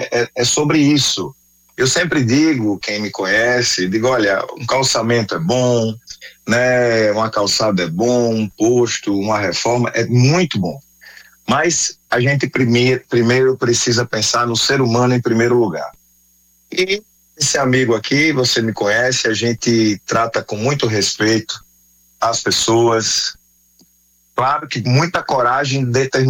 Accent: São Miguel dos Campos, Alagoas, Brazil; born there; also born or lived in Penedo; Eu nasci em São Miguel dos Campos, mas fui agraciado com o título de cidadão penedense.

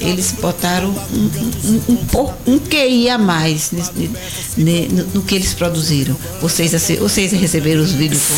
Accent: Northeast Region, Brazil; Somos nordestinos

